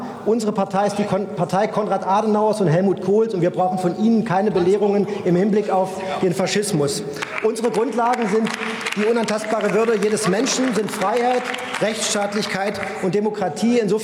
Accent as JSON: {"language": "German", "region": "Thuringia", "country": "Germany", "tie": "born or raised there", "said": "mitten durch meine Heimat, das Eichsfeld."}